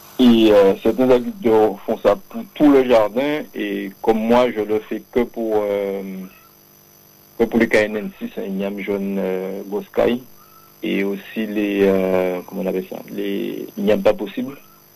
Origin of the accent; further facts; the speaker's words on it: Les Abymes, Guadeloupe, France; je suis originaire des Grands Fonds, Gonfron des Abîmes.